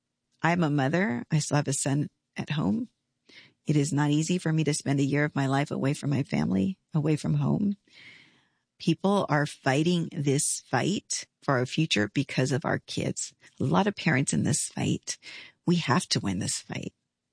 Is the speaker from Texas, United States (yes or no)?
yes; Texas, United States; I don't see my run as being anything other than I am a Texan.